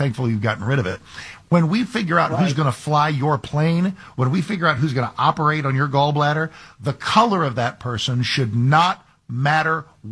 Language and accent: English; Texas, United States; born there; I'm 68. And when I was born in Texas in November 1957